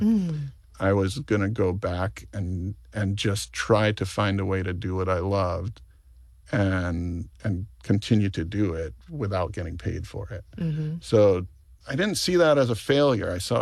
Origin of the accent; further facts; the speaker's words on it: Maui, Hawaii, United States; I grew up on Maui.